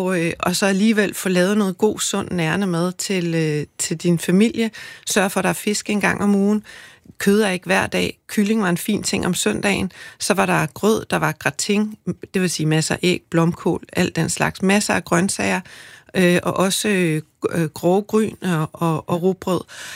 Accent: Zealand, Denmark; Jeg er vokset op på Sydsjælland, på landet

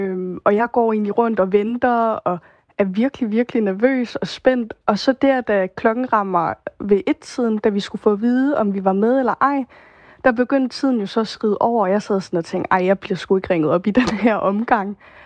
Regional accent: Nuuk, Sermersooq, Greenland; moved away as an adult; now in Denmark; jeg er jo oprindelig fra Nuuk af, og der er jeg jo så født og opvokset. Og så er det egentlig i forbindelse med mit studie, at jeg valgte at flytte herned til Danmark.

